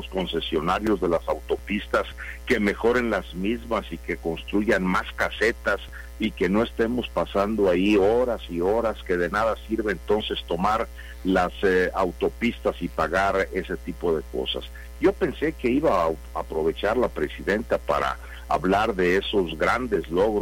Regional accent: Mexico

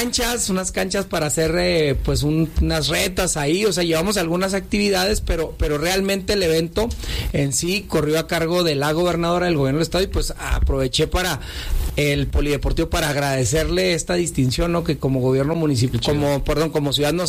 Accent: Mexico

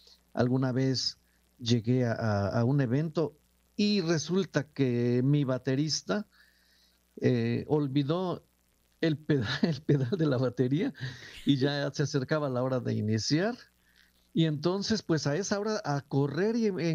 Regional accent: Huatusco, Veracruz, Mexico; now in Xalapa, Mexico; Yo soy de Huatusco, pero radico aquí en Jalapa desde hace ya muchos años.

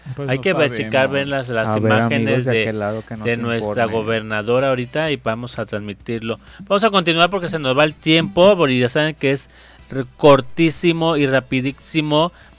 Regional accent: Guerrero, Mexico; La Unión, por allá que también somos guerrerenses

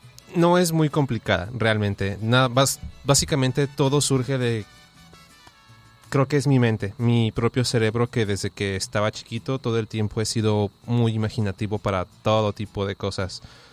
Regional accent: State of Mexico, Mexico; born there; now in Colima, Mexico; nací en el Estado de México, pero ya llevo mucho rato viviendo aquí.

